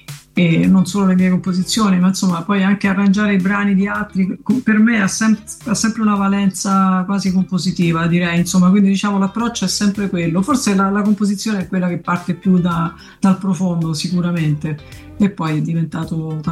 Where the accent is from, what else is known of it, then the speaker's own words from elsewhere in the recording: Calabria, Italy; now in Rome, Italy; non sono romana, appunto, sono di adozione, sono calabrese in realtà.